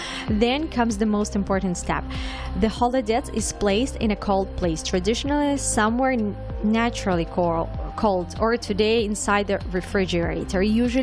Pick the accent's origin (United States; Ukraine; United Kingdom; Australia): Ukraine; first language Ukrainian; English is a second language; moved away; English is not my first language, but I'm trying my the best. So yeah, my first language is Ukrainian